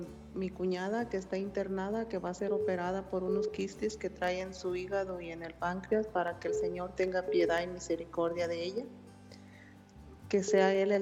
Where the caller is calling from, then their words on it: Jacona, Michoacán, Mexico; De Jacona, Michoacán.